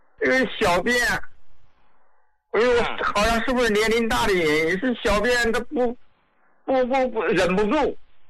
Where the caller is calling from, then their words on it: Nanjing, Jiangsu, China; 你好，吴老，我是南京的胡家老高的受用者。